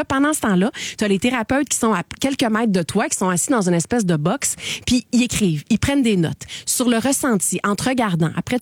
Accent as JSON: {"language": "French", "town": "Roxton", "region": "Quebec", "country": "Canada", "tie": "born or raised there", "moved": "yes", "said": "C'est à côté de mon village natal, Roxton."}